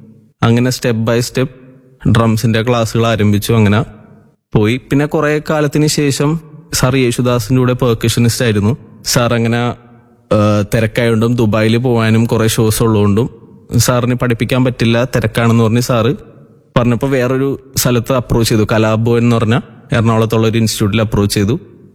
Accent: Kochi, Kerala, India; ഞാൻ തോപ്പുംപടി സ്വദേശിയാണ്.

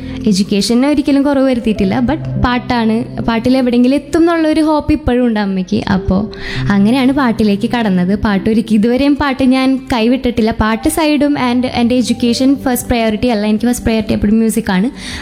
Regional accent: Kodungallur, Kerala, India; ഞാൻ തൃശ്ശൂർ കൊടുങ്ങല്ലൂർ നിന്നാണ് വരുന്നത്.

